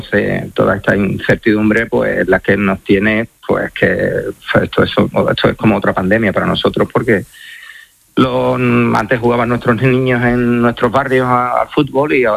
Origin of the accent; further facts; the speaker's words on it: Spain; pero primero soy español y tampoco tengo por qué abandonar mi tierra ni tengo por qué irme de aquí